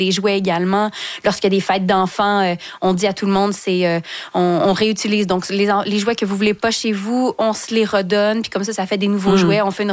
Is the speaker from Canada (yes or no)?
yes; Saint-Hyacinthe, Quebec, Canada